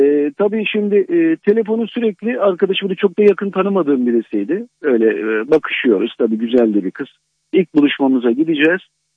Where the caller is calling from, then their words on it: Istanbul, Turkey; İstanbul'dan arıyorum ben.